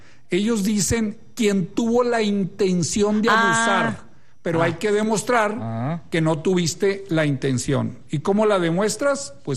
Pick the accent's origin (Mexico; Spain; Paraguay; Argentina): Mexico; Torreón, Coahuila; now in Guadalajara, Mexico; Torreón, Coahuila.